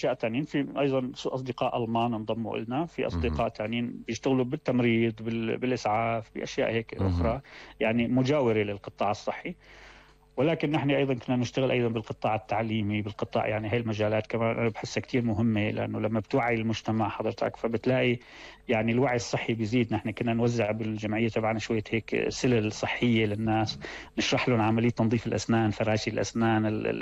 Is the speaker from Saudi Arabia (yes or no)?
no; Syria; now in Germany; نحافظ نحن كسوريين ببلد الاغتراب على جذورنا وعلى ثقافتنا وعلى عاداتنا وما ننساها.